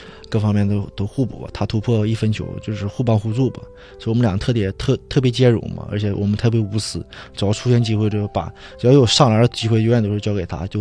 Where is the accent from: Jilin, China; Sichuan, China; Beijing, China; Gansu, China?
Jilin, China; Wangqing; now in Changchun, China; 那在汪清那肯定是我童年都在那儿嘛，